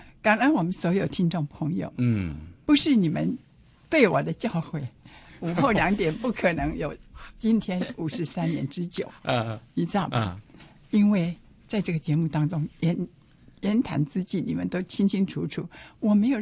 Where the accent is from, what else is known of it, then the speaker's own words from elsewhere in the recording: Shiding, New Taipei, Taiwan; born there; first language Taiwanese Hokkien; Chinese is a second language; also born or lived in Jiufen; 我们搬到石碇、我个表伯的家